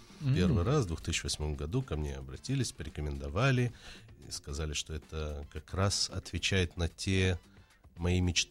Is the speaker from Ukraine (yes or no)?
yes; Kyiv, Ukraine; moved away as an adult; now in Israel; Я из Украины, я приехал из города Киев